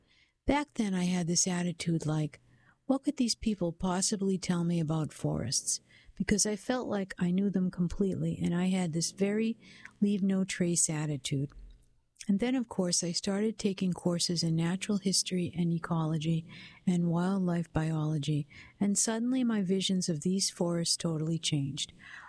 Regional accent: Saxtons River, Vermont, United States; I grew up in Saxton's River, Vermont, a teeny tiny little town of 300 people in the Connecticut River Valley. It's very rural

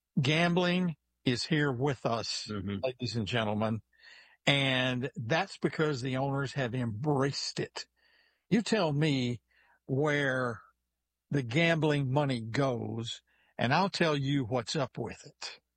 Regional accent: Fairfield, Texas, United States; my hometown of Fairfield, Texas, which is 90 miles south of Dallas and 161 miles north of NASA.

